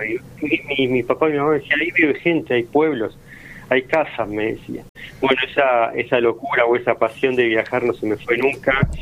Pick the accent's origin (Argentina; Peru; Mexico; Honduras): Argentina; Quilmes, Buenos Aires Province; Yo soy de Quilmes, y bueno, empecé a hacer viajes cortos y ida, venía en el día.